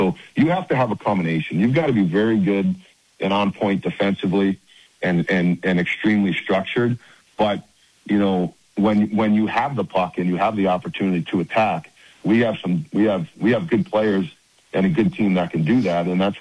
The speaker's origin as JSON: {"language": "English", "region": "Rhode Island", "country": "United States", "tie": "born or raised there", "said": "Rhode Island, yeah."}